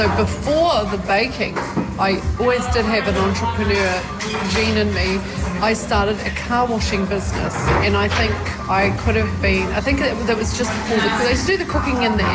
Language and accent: English; Waitara, Taranaki, New Zealand